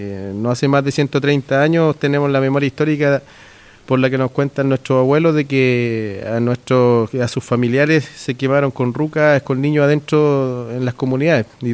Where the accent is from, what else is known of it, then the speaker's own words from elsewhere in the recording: Mapuche territory, Chile; parte del movimiento mapuche movilizado también